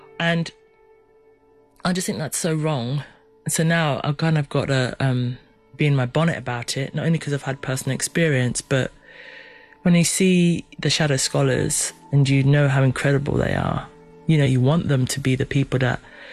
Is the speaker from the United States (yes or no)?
no; St. Kitts & Nevis; born or raised there; also born or lived in Kenya; now in United Kingdom